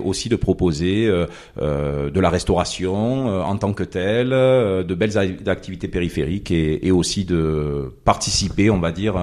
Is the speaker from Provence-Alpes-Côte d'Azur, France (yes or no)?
yes; Marseille, Provence-Alpes-Côte d'Azur, France; accent: Marseille; Alors, originaire de Marseille. Bon, je pense que mon accent le trahit.